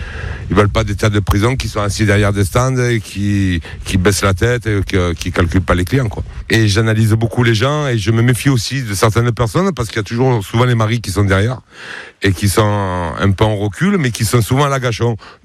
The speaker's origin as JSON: {"language": "French", "town": "La Seyne-sur-Mer", "region": "Provence-Alpes-Côte d'Azur", "country": "France", "tie": "born or raised there", "also_born_or_lived": "Toulon", "lives_now": "Ollioules, France", "said": "je suis né à Toulon et j'ai grandi à La Seyne-sur-Mer avec mes parents."}